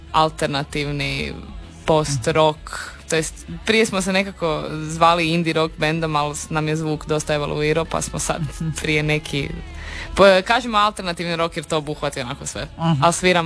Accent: Šibenik, Šibenik-Knin County, Croatia; mi smo mlad band, dolazimo iz Šibenika

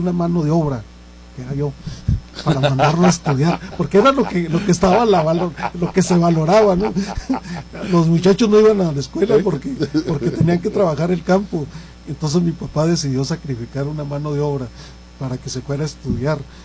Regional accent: Samalayuca, Chihuahua, Mexico; also born or lived in Ciudad Juárez; yo tengo 60 años y ya soy originario y nací ahí, ¿no? Bueno, nací en Juárez, pero porque no había hospital en Samalayuca, pero crecí en el seno de una familia en Samalayuca, ¿no? Y luego mi papá también y mi abuelo también y hacia atrás, ¿no? Entonces, somos originarios de Samalayuca de toda la vida.

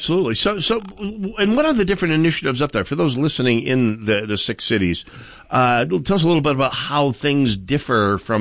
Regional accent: North Dakota, United States; now in St. Paul, United States; I'm from North Dakota originally.

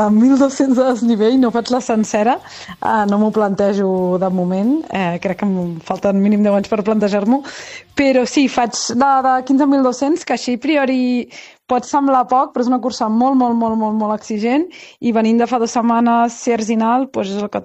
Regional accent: Vilassar de Mar, Catalonia, Spain

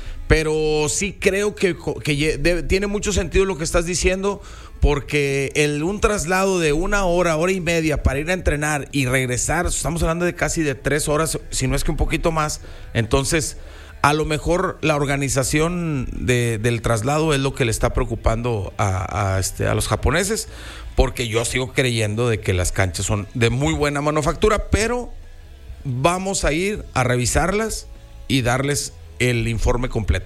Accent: Monterrey, Nuevo León, Mexico; Así somos aquí los regios, hombre.

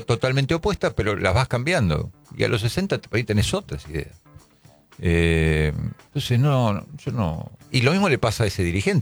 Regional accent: Buenos Aires, Argentina; De Villa Urquiza. Sí, toda la vida vivo en Villa Urquiza. Sí, claro, Villa Urquiza. Pero no vivo más en Villa Urquiza. Un montón de años que no vivo en Villa Urquiza.

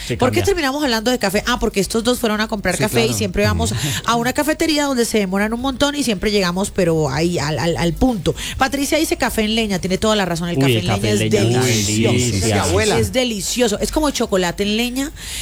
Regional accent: Caribbean Region, Colombia; Yo soy costeña

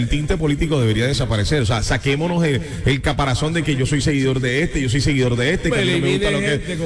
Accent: Colombia

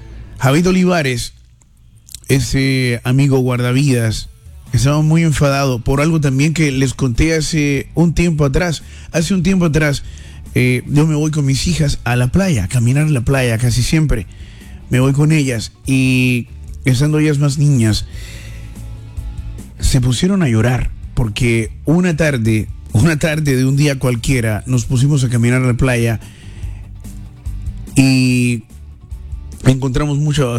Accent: Cartagena, Bolívar, Colombia

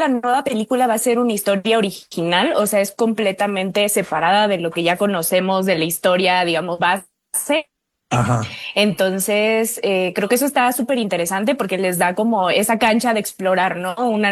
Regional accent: Mexico; para nosotros como mexicanos

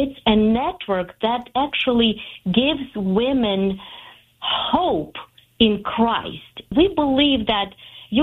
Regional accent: Ukraine; English is a second language; moved away; After he passed away, I went to Ukraine, to my home country, and I believe it was not accidentally.

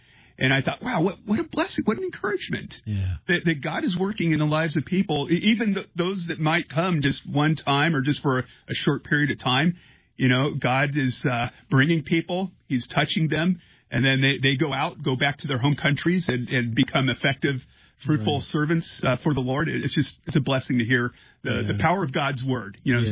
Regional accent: Czechia; And I left Kosovo like within the next couple weeks, and I returned to my home country. I was in the Czech Republic

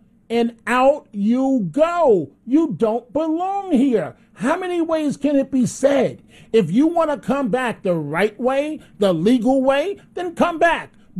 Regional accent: United States; we're talking about an entirely different world where they don't do things the way that us Americans

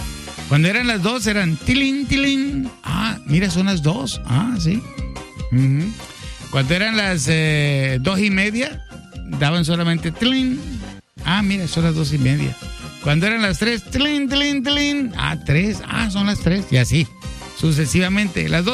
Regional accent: Moctezuma, Sonora, Mexico; moved away; Yo me acuerdo cuando era morrito, sí, porque una vez fui morrito, déjeme decirle, en mi pueblo de Tangamandapio, allá, en Moctezuma, Sonora

